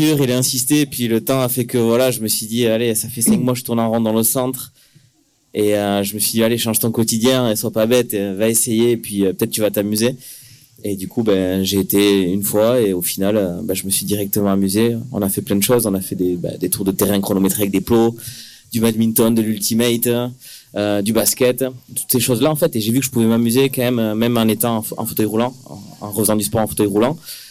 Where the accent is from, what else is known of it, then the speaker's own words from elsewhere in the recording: Bayonne, Nouvelle-Aquitaine, France; j'ai 33 ans, je viens du Pays Basque, à Bayonne, et je suis parasportif de haut niveau en parasurf et en parapelote basque.